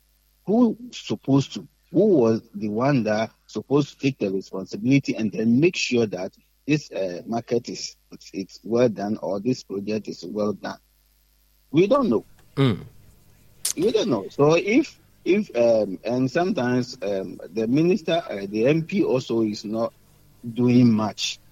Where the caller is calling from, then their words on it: Takoradi, Western Region, Ghana; I'm calling from Takrady.